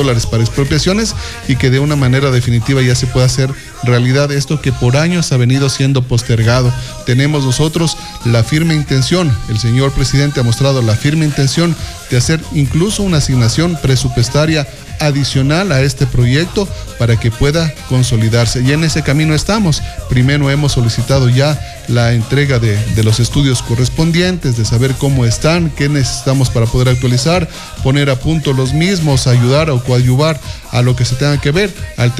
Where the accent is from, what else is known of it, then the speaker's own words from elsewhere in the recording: Chimborazo, Ecuador; Como chimboracenses, como ecuatorianos